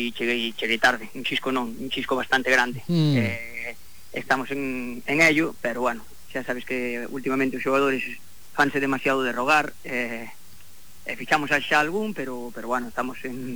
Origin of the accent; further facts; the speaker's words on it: Boiro, Galicia, Spain; Para mí non me veía nada mal, porque eu son de Boiro.